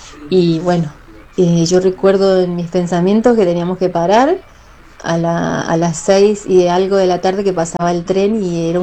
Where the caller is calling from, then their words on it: Cuadro Venegas, Mendoza, Argentina; de Cuadro Venegas.